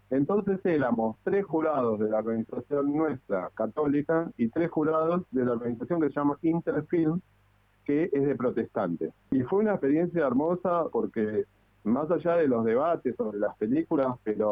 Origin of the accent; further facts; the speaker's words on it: Quilmes, Buenos Aires Province, Argentina; Yo soy de Quilmes, vivo en Quilmes, y yo hice mi escuela secundaria en Jesús de Nazaret.